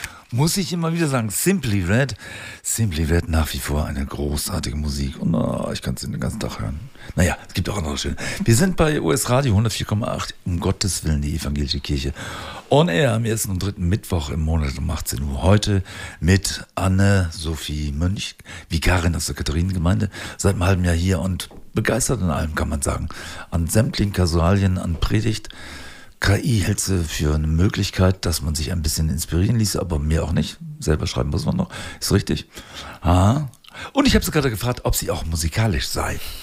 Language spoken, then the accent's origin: German; southern Osnabrück district, Lower Saxony, Germany; Das hört man gerne als Osnabrücker. Oder, Rand Osnabrücker. Ich komme aus dem Südkreis, meine Damen und Herren. Wie Sie sicherlich wissen, das ist mein Kiez.